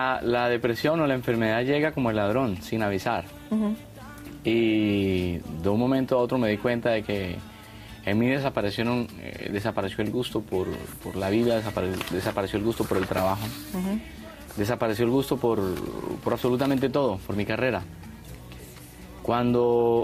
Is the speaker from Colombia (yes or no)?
yes; Colombia; a mí me hace mucha falta mi tierra.